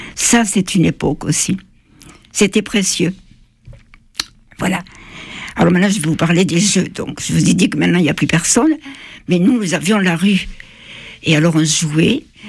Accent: Toulouse, Occitanie, France; nous sommes revenus à Toulouse. Mes parents avaient gardé l'appartement, là où je suis née.

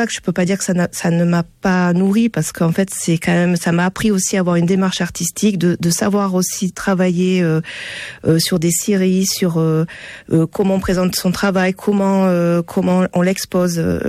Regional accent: Toulouse, Occitanie, France; born there; also born or lived in Bordeaux; je suis née à Toulouse. Alors, je suis partie faire une partie de mes études à Bordeaux parce que la fac d'art plastique n'existait pas encore à Toulouse.

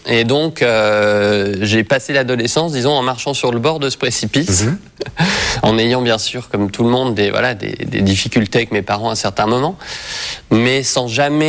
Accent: Grand Est, France; j'ai grandi, j'ai eu une enfance très heureuse dans un petit village à côté de Reims.

